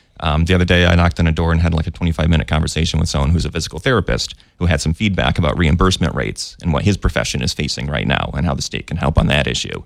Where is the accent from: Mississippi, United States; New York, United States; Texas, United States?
New York, United States; Floyd; also born or lived in Rome; now in Whitesboro, United States; So I was born in Rome. Yeah. I grew up in Floyd. Went to Holland Patton. And now my wife and I and our two boys live in Whitesboro.